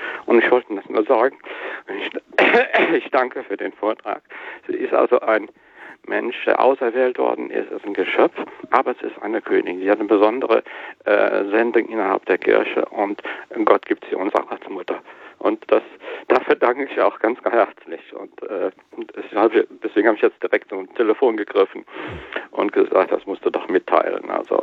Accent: Rhineland, Germany; Ich lebe allein hier in Boppard, aber ich bin Rheinländer und bin wieder hier nach einigen Umzügen im Rheinland gelandet.

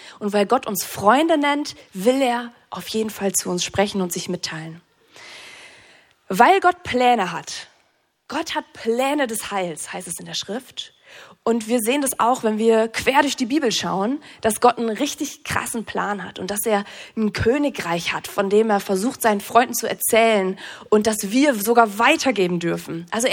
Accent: North Rhine-Westphalia, Germany; Ich komme aus NRW.

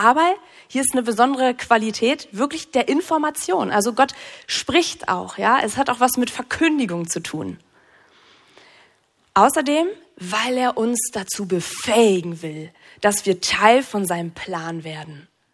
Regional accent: North Rhine-Westphalia, Germany; Ich komme aus NRW.

